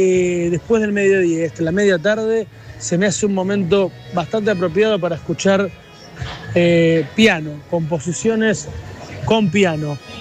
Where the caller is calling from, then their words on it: Buenos Aires, Argentina; de Microcentro.